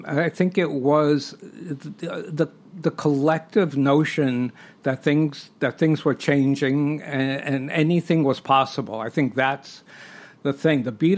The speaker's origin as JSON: {"language": "English", "town": "Bronx", "region": "New York", "country": "United States", "tie": "born or raised there", "said": "as you know, I grew up in the Bronx."}